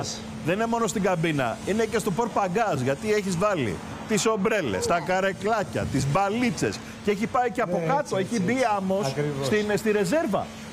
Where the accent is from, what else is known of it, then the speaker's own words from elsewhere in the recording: Nikaia, Attica, Greece; Εγώ στην Κοκκινιά δεν μεγάλωσα με Wellington.